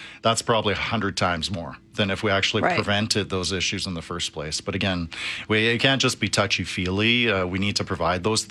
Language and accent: English; Calgary, Alberta, Canada; It's like for me, growing up in Forest Lawn, Dover, East Calgary, things could have gone a lot different for me